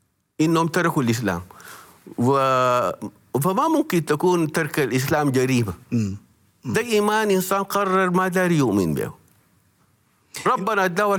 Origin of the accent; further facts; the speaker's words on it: Sudan; نحن عندنا في السودان